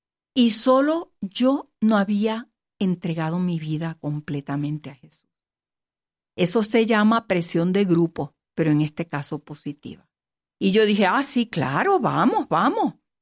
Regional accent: Puerto Rico; en Puerto Rico, mi tierra natal, conocí al Señor a los 14 años bajo un avivamiento entre la juventud.

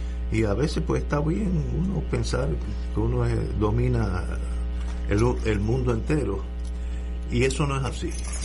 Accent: Puerto Rico

